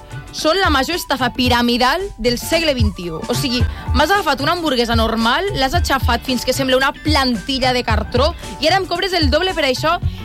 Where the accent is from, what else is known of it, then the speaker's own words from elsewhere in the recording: Lleida, Catalonia, Spain; soc de Lleida